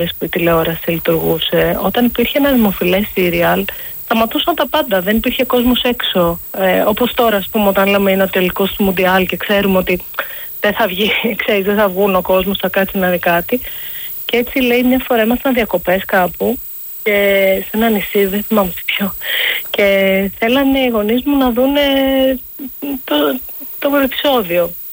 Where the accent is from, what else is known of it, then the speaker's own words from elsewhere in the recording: Athens, Attica, Greece; η οικογένειά μου ήταν... αστικοί, είμαστε Αθηναίοι, ενώ υπάρχουν έτσι, έχουν γεννηθεί στην Κωνσταντινούπολη, στη Σμύρνη, έχουμε από Οδυσσό, από Ρέθυμνο, αλλά οικογένεια, μεγαλώσαμε στην Αθήνα όλοι.